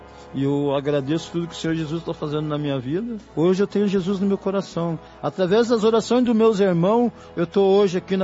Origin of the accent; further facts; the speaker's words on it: Rio Grande do Sul, Brazil; Sou do Rio Grande do S